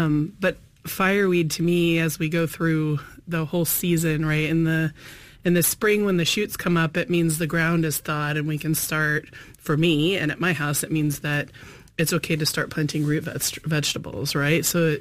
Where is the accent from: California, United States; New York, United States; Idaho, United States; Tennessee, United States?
Idaho, United States; I can't get that here in the way that I grew up in Idaho.